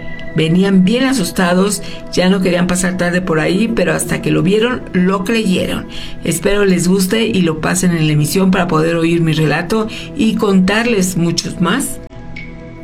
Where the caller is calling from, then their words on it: Guanajuato, Mexico; de Guanajuato.